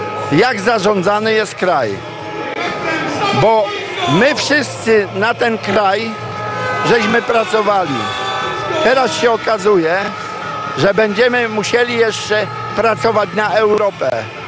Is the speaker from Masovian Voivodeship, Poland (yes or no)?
no; Zduńska Wola, Łódź Voivodeship, Poland; Ja ze Zduńskiej Woli przyjechałem, ale ogólnie z regionu łódzkiego.